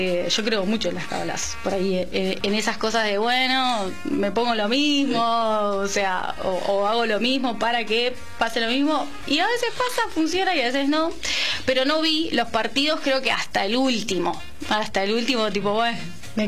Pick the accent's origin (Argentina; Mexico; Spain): Argentina; en Argentina estamos unidos